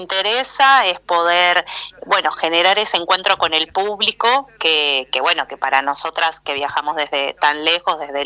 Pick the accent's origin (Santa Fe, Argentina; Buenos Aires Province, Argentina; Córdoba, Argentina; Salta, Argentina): Córdoba, Argentina; Traslasierra; Juntas somos la dudosa compañía, que somos de Tras la Sierra